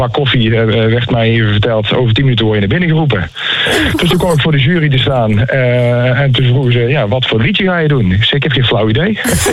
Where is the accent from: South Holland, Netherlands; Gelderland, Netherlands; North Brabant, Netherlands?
North Brabant, Netherlands